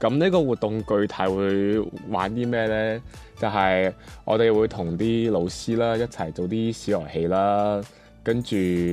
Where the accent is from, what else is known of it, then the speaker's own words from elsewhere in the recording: Macau; Hello 啊，各位，